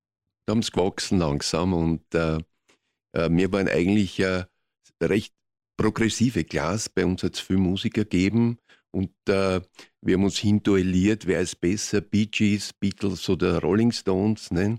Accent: Vienna, Austria; born there; first language Burgenland Croatian; German is a second language; also born or lived in Burgenland; Also ich bin nach Wien gekommen, konnte kein Wort Deutsch

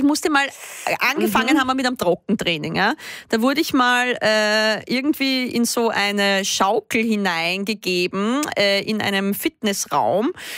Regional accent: Ternitz, Lower Austria, Austria; ich bin ja auch immer mit 15 da in dieses Bad in Ternitz, wo ich aufgewachsen bin, gegangen

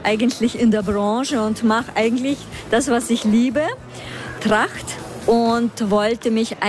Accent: Salzburg, Austria; Ich komme ja auch aus Salzburg und wir sind eigentlich viel urbaner, was das betrifft.

